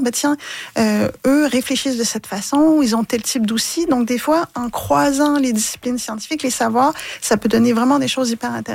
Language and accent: French; Trois-Rivières, Quebec, Canada; Oui, je suis une diplômée de l'UQTR. J'ai grandi à Trois-Rivières. Donc, c'est un moment, je dirais, particulier pour moi d'y revenir.